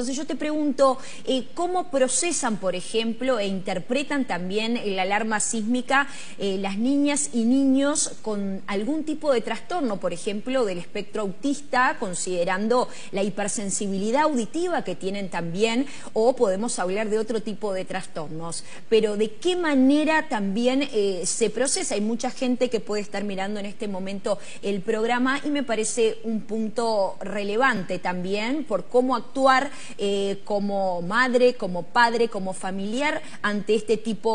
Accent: Uruguay; moved away; yo soy uruguaya, a vivir en otro país

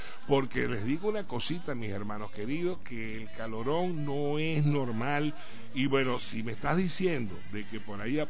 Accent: Maracaibo, Zulia, Venezuela; como buen zuliano, como buen maravino o maracucho, como nos quieren llamar

